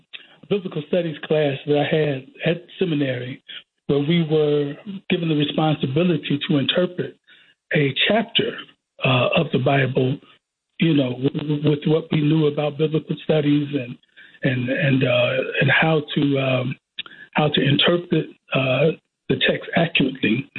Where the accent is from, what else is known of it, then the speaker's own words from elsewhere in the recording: Chicago, Illinois, United States; moved away as an adult; now in Johannesburg, South Africa; Well, born and raised in Chicago, Illinois, both in the Cabrini Green and West Englewood area. I have I came from a family of 8. Of course, attended school in Chicago at Harper High School, and then Western Illinois